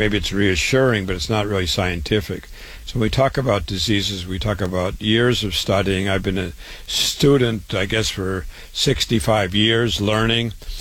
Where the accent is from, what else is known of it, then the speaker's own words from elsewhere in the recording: Waterloo, Iowa, United States; I was born and raised in Waterloo, Iowa. I went to public school, university, medical school, MD.